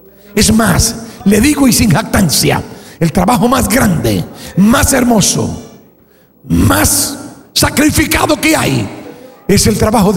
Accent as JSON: {"language": "Spanish", "country": "Cuba", "said": "en mi país, en Cuba"}